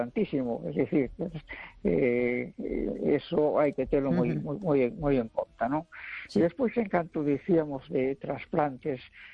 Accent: Galicia, Spain; hai que telo en conta e que importante para, bueno, pois para nós como galegos

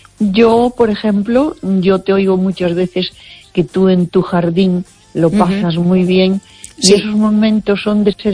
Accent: Baiona, Galicia, Spain

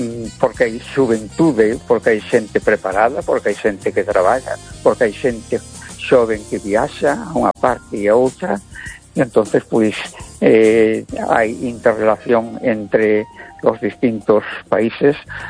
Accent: A Coruña, Galicia, Spain

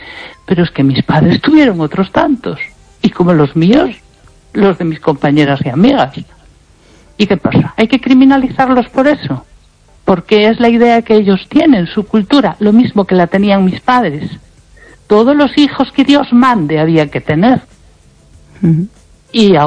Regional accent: Lugo, Galicia, Spain

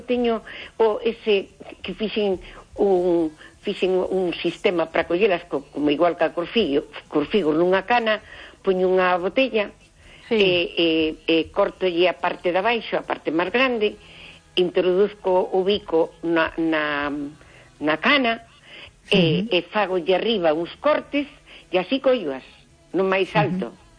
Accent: Freas de Deva, Galicia, Spain; Son de Freas de Deva, un pueblo precioso, precioso.

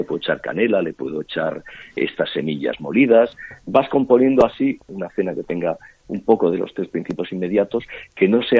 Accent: Galicia, Spain; en Galicia, que es mi tierra

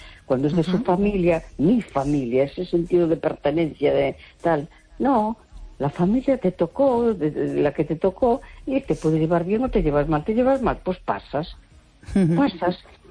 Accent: A Coruña, Galicia, Spain

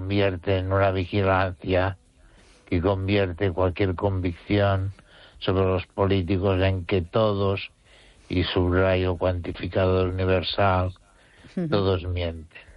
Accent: Spain; audiencia me recuerde como un español que razonaba

